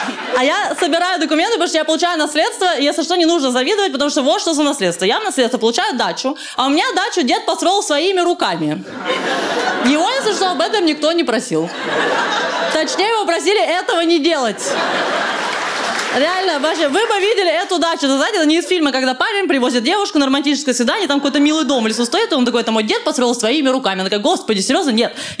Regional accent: Moscow, Russia; Я москвичка, я всю жизнь живу в Москве. Я люблю свой город, реально.

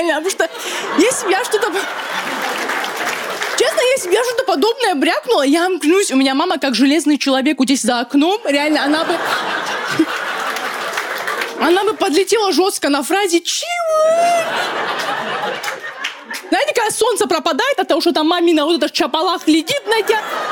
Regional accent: Dagestan, Russia; я человек из Дагестана

